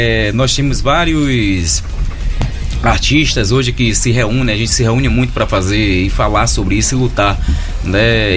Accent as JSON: {"language": "Portuguese", "town": "Salvador", "region": "Bahia", "country": "Brazil", "tie": "born or raised there", "said": "mesmo sendo da capital, que eu sou soteropolitano."}